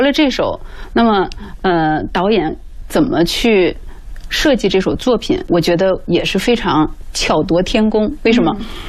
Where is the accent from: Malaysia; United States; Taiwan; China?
China; 但是还是我们中国人。